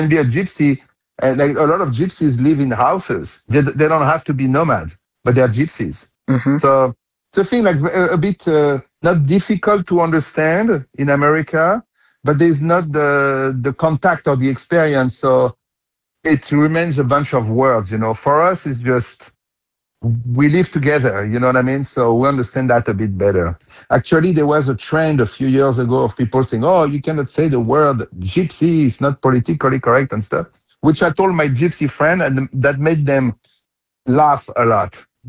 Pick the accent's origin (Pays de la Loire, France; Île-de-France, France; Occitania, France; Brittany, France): Île-de-France, France; Fontainebleau; Well, so I'm from Fontainebleau. So for me, it's my roots. And I grew up among the gypsies